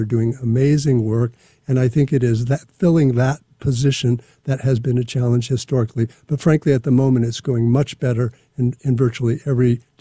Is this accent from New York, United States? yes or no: no; California, United States; moved away as an adult; now in Kansas City, United States; I came from Southern California, which is where I grew up and went to school out there.